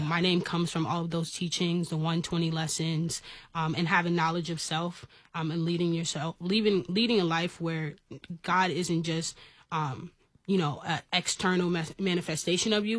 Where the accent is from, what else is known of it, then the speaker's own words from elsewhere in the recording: New York, United States; moved away; I'm actually from New York